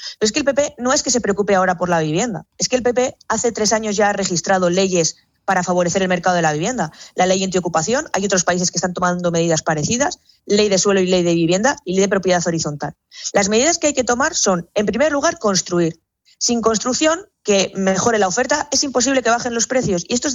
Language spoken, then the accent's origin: Spanish; León, Castile and León, Spain; Yo soy de León y siempre he votado presencialmente